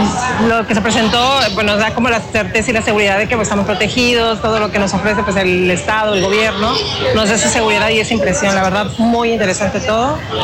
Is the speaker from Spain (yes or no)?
no; Mexico; De decir, bueno, soy mexicana y formo parte también de esto